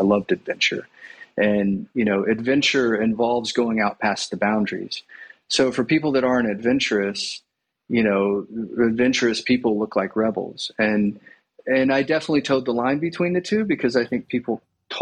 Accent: Atlanta, Georgia, United States; also born or lived in Fort Worth; I was born actually in Fort Worth, Texas when my dad was in seminary. My dad grew up in Atlanta. My mom grew up in Nashville. They met in college here in Atlanta. They went to seminary. I was born there. And then we moved back here to Atlanta

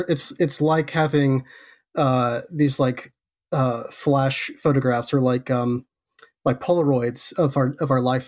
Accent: Canton, North Carolina, United States; also born or lived in Athens, Georgia; So I was born in Athens, Georgia. But my parents, when I was quite young, my parents moved to Western North Carolina. And so I grew up in a small town called Canton, which is just outside of Asheville, North Carolina.

